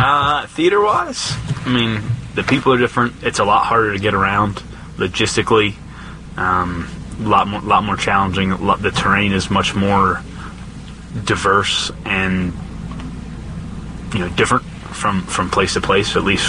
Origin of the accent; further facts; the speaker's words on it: Maryland, United States; And then I grew up near the Naval Academy in Annapolis